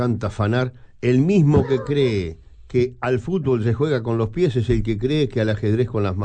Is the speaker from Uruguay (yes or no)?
yes; Uruguay; Ah, vos sabés una cosa, me permito trancarte, como buen uruguayo.